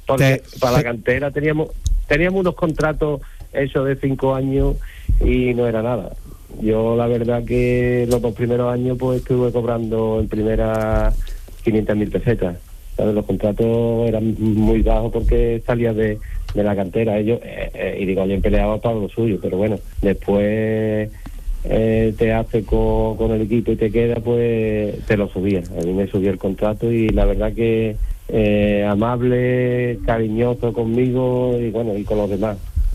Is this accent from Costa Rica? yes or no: no; Cádiz, Andalusia, Spain; Entonces, allí no llegué a renovar, por el Betis no vino aquí a Cádiz, a mi pueblo, y entonces firmé por el Cádiz en Juveniles.